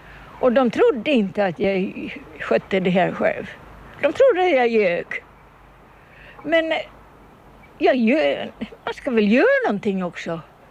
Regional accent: Kumlinge, Åland, Finland; moved away; Ja, så växte jag upp här på Kumlinge. Och sen så fick jag för mig att jag skulle lite ut och se mig omkring. Och så får vi till Amerika.

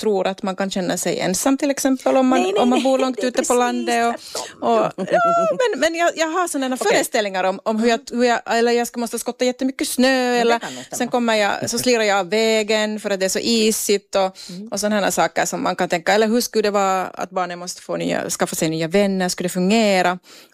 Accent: Helsinki, Uusimaa, Finland; som helsingforsare

